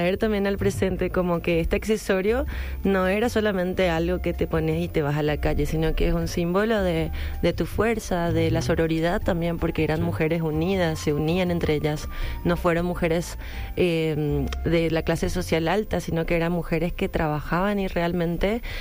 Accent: Paraguay

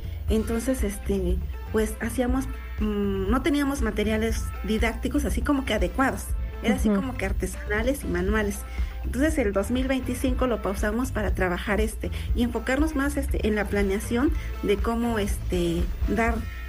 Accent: San Luis, Puebla, Mexico; Spanish is a second language

